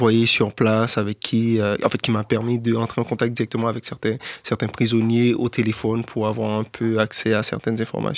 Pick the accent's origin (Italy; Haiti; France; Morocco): Haiti; moved away; Au fait, en 2019, avant de quitter Haïti, parce que j'ai quitté Haïti en juin 2019, j'avais déjà commencé à travailler sur en fait, la condition de détention des mineurs dans les prisons en Haïti